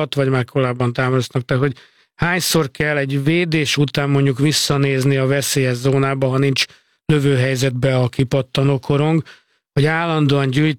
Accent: Hungary; nem is biztos, hogy tudják, hogy Magyarországról jöttem, mert ugyanaz a melegítő van rajtam

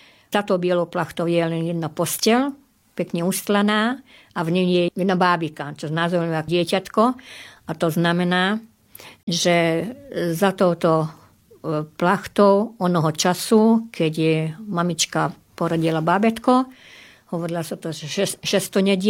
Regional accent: Hungary; tu v Maďarsku, u nás v Roslani

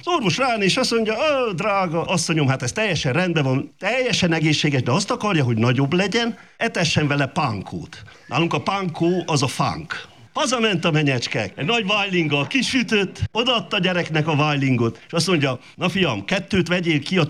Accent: Szeklerland, Romania; born or raised there; moved away

